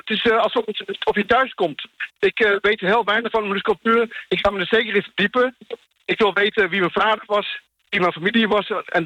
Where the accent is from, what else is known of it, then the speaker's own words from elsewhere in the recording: Schagen, North Holland, Netherlands; Ik ben opgegroeid in Schagen.